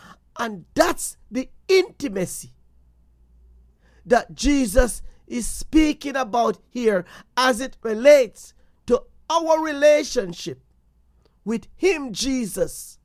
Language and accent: English; Jamaica; And sometimes, look, as a Jamaican, yes, there are days then we as parents growing, when our parents was growing up, and we as children, we would listen to the elders in our community.